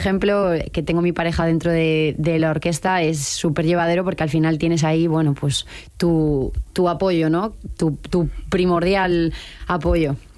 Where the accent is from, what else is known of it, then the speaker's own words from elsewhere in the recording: Galicia, Spain; Es cierto que como gallega conozco las verbenas, pero nunca las había conocido desde dentro.